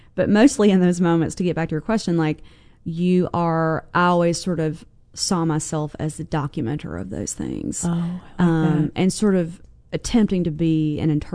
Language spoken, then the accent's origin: English; the South, United States; moved away; also born or lived in New York; sweet, happy, chatty Southerner